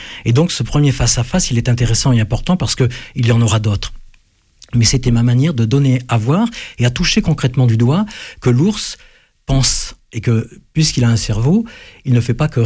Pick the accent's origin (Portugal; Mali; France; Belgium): France; Auvergne-Rhône-Alpes; Je connais bien l'Ardèche parce que c'est ma région d'origine avec la Drôme.